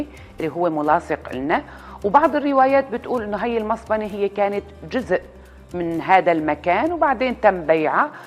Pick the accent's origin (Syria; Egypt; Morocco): Syria; Aleppo, Aleppo Governorate; انا بشوف هذا جزء من التراث اللامادي لمدينتي اللي بيستاهل يستمر، قصه الصابون الغار الحلبي.